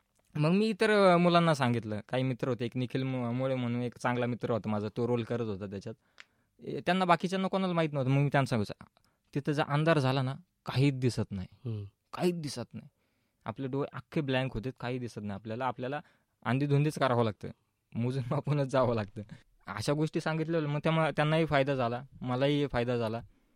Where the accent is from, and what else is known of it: Ahmednagar, Maharashtra, India